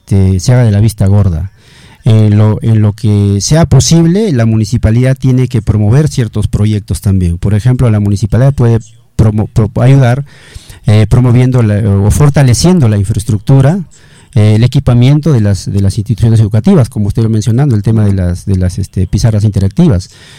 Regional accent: Salpo, La Libertad, Peru; Reiterarles a mi pueblo de Salpo

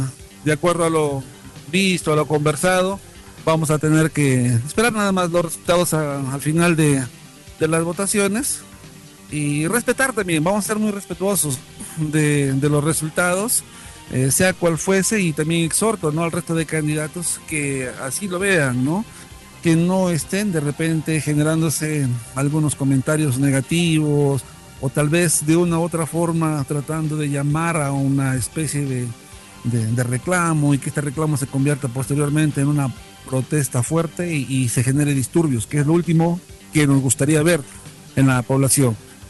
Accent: Otuzco, La Libertad, Peru; somos de acá, de Otuzco

